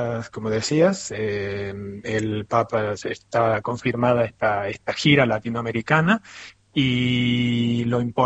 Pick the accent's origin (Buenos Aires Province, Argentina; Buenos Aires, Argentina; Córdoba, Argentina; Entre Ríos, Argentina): Córdoba, Argentina; now in Italy; Soy cordobés y no sé si se siente